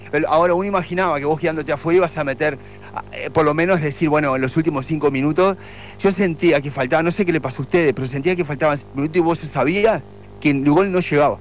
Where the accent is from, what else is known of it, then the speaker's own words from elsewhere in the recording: Uruguay; sientes que sos uruguayo